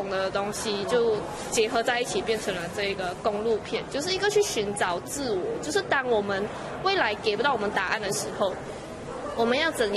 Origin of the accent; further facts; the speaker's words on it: Malaysia; 因为我本身是马来西亚人，